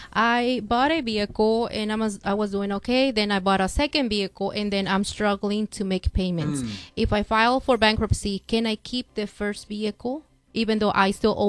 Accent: Guatemala; now in United States; So, I'm a citizen of Guatemala. I'm a green card holder. In my last trip, I traveled to my home country, Guatemala

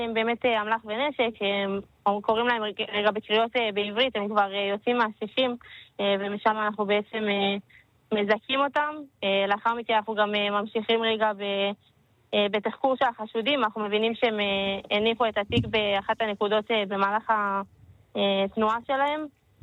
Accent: Karmiel, Northern District, Israel; אני מקרמיאל.

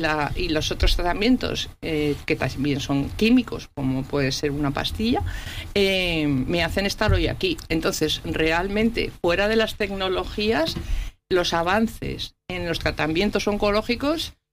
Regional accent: Madrid, Community of Madrid, Spain; moved away as an adult; yo soy de Madrid, ya lo sabes, pero vine aquí en el año 78, 79, en ese curso a trabajar.

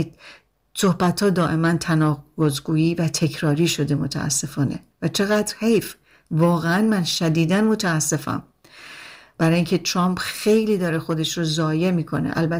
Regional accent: Iran

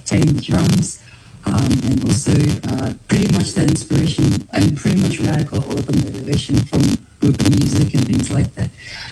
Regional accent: New Zealand; born there; I'm Samoan for Samoan. I was born here, Kiwi, Samoan. I was born in the south side. And also, my dad is from Whareratai in Lohuali, and my mom is in from Afena and Bali.

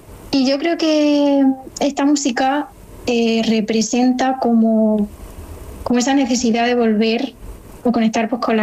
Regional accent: Caravaca de la Cruz, Region of Murcia, Spain; Yo soy de Caravaca de la Cruz, o sea que somos zona más o menos cercana en cuanto a folclore.

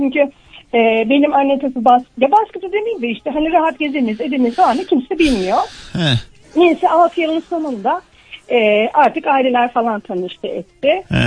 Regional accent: Istanbul, Turkey; biz Üsküdar'da falan hani büyümüşüz.

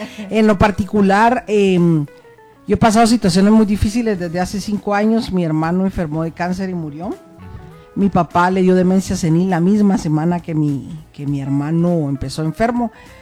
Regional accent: Guatemala; nosotros somos cantantes guatemaltecos

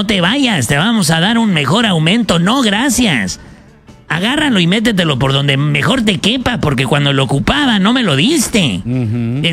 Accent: Ciudad Obregón, Sonora, Mexico; also born or lived in Mexico City; Pues de Obregón, Sonora, mano. De ahí somos. Viví varios años en Ciudad de México, pero soy nacido en Obregón, Sonora.

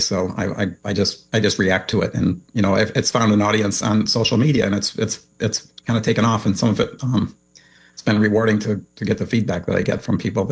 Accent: New York, United States; The Buffalo region. So I grew up there, and that's those are my roots.

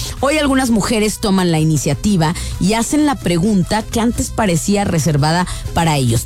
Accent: Jalisco, Mexico; no sé si es porque soy mexicana, soy de Mocholajara.

